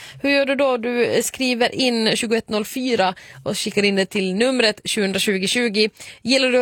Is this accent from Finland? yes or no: yes; Finland; accent: Finland Swedish; now in Sweden; som man säger hemma i Finland.